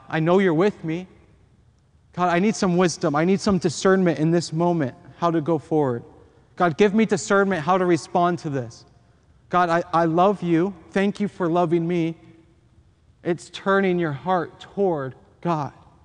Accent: Las Vegas, Nevada, United States; moved away; I was born and raised in Las Vegas, and I love Las Vegas.

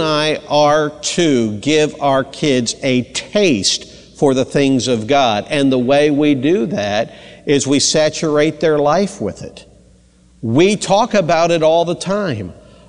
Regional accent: Mansfield, Ohio, United States; I grew up in Mansfield, Ohio, about 70 miles south of Cleveland, and I grew up being an Indians fan.

